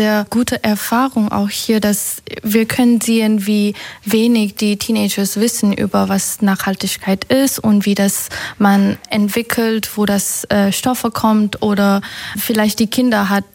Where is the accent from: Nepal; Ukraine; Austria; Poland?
Nepal; German is a second language; moved away as an adult; now in Germany; ich komme aus Nepal. Ich bin in Deutschland seit 2019